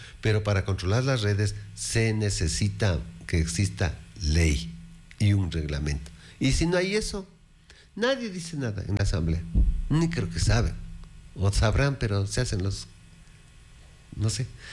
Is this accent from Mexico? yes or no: no; Ecuador; Todos somos del Ecuador